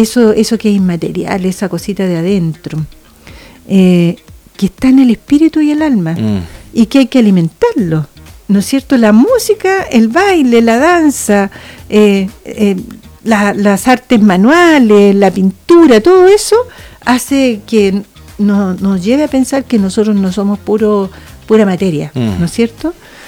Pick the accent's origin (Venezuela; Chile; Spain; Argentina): Chile; con el único fin de identificarnos más como chilenos